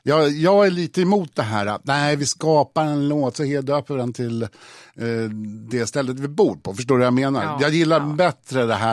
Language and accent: Swedish; Stockholm, Stockholm County, Sweden; jag är ju ursprungligen från Farsta.